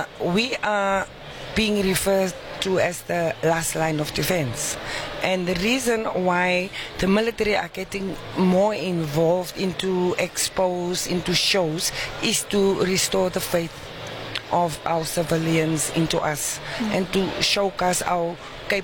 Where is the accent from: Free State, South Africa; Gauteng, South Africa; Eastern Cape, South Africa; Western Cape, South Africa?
Western Cape, South Africa; Oudtshoorn; I grew up in Oudtshoorn, very small town in the Western Cape